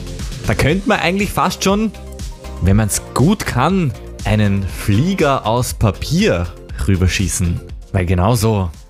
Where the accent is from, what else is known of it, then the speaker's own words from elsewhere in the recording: Lower Austria, Austria; auf den zweiten Blick komme ich aus dem Nachbardorf von Tina Naderer. Tina Naderer, die kommt nämlich aus Ebergassing und das ist genau mit dem Auto 10 Minuten von mir entfernt